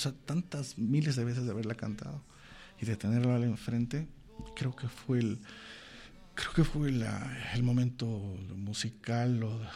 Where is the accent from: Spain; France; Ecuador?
Ecuador; Quito, Pichincha; Y yo también soy ecuatoriano. Me dice, tú ecuatoriano. Le digo así, ¿de qué parte? Le digo, yo soy de Quito.